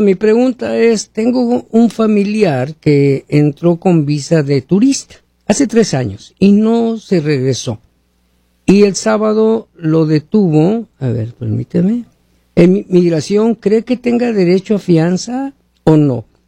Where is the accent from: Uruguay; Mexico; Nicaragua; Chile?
Mexico; Soy de México con esposa ciudadana.